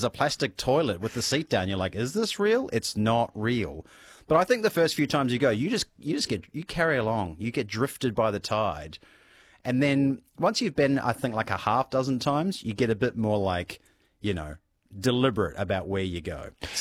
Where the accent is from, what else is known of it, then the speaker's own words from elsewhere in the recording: New Zealand; moved away as an adult; You know, I'm from New Zealand originally, and New Zealand, up until I think maybe 6 months ago, didn't have an IKEA. So I didn't grow up with IKEA being the sort of cultural staple that it is.